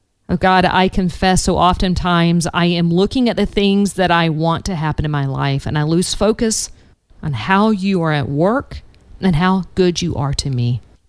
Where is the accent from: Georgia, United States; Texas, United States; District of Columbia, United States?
Georgia, United States; growing up in South Georgia.